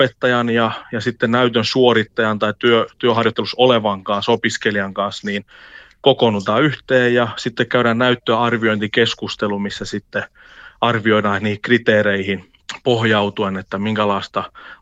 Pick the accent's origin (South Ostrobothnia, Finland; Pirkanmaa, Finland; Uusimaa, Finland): South Ostrobothnia, Finland; Kurikka; born there; also born or lived in Stockholm, Sweden